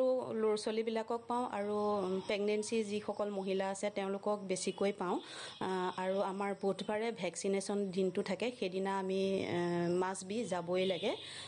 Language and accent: Assamese; Nagaon, Assam, India; মোৰ ঘৰ চুতহৈবৰ, নগাঁও।